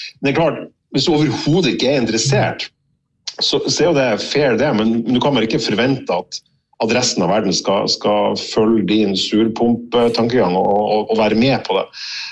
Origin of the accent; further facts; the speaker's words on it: Fauske, Nordland, Norway; now in Tromsø, Norway; her i Tromsø der jeg bor, og der jeg kommer fra på Fauske i Nordland.